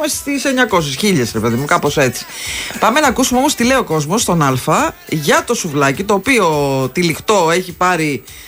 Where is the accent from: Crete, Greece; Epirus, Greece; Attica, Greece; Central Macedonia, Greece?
Epirus, Greece; moved away; στην πατρίδα μου